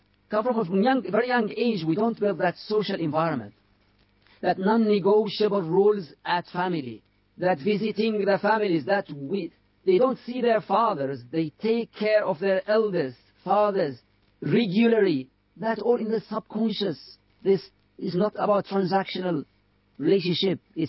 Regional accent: United Arab Emirates; I grew up in Emirates, not in Mauritania. So we are in the house. It's just Mauritania is an open. Everyone, they have all their relatives. But in Emirates, we just have our family.

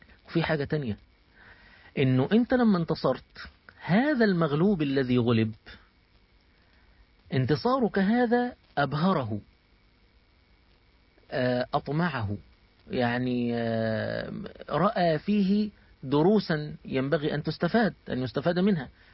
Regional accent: Egypt

